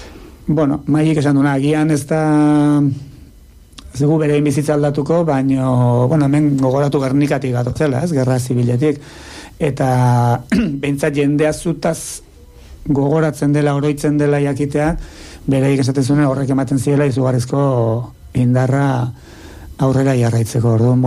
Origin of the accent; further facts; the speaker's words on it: Tolosa, Basque Country, Spain; ni Tolosarra naiz, Tolosan baditugu bi